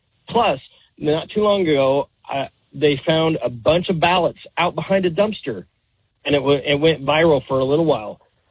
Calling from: Washington, United States; I drive from Yakima to Kent every day

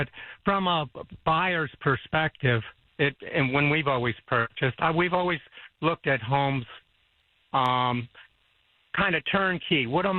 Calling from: Harper, Texas, United States; Calling from up in Harper.

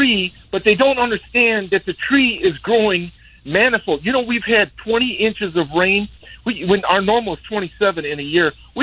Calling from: Hammond, Indiana, United States; I'm calling from Hammond.

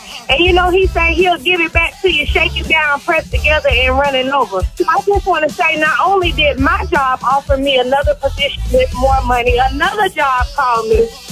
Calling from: Florida, United States; I am calling from Florida, and I listen to you every morning.

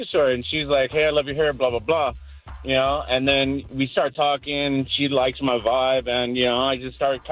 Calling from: Lincoln Heights, California, United States; I'm calling from Lincoln Heights.

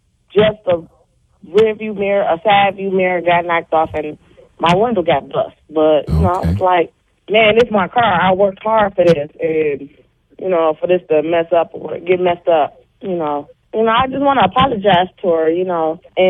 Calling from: Detroit, Michigan, United States; I'm calling from Detroit, Michigan.

